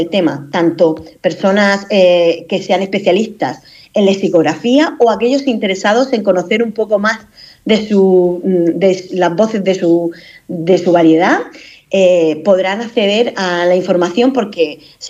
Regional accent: Cartagena, Region of Murcia, Spain; accent: Murcian; yo soy murciana, de hecho, nací en Cartagena, soy hablante murciana e intento hablar pues como hablo siempre

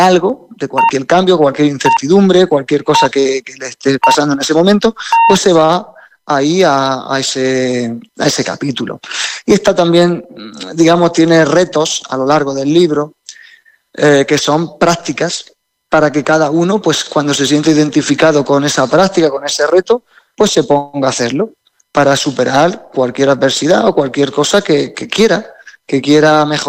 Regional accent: Caravaca de la Cruz, Region of Murcia, Spain; de aquí, de Caravaca de la Cruz, que es de donde yo soy.

